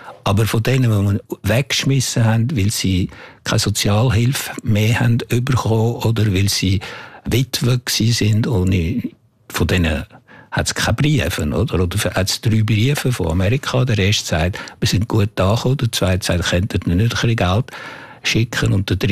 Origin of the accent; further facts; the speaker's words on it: Switzerland; Aber ich habe geschrieben als ein Schweizer oder irgendwie, wo das geht anschauen. Und nicht als ein Franzose